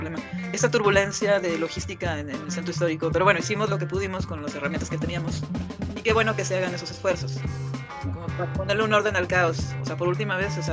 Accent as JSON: {"language": "Spanish", "region": "northern Mexico", "country": "Mexico", "said": "Porque yo como buena norteña no crecí con nada del sonidero, o sea, eso no existe"}